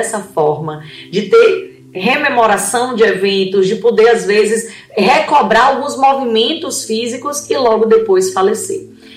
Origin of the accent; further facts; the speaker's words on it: Salvador, Bahia, Brazil; eu sou de Salvador, né, da Bahia